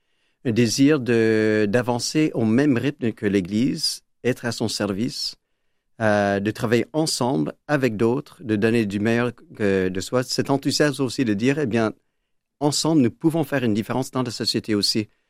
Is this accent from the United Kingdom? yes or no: no; Western Canada, Canada; French is a second language; Alors, je suis de l'ouest du Canada, d'une famille qui a des origines françaises, mais là où j'ai grandi, tout le monde parlait l'anglais.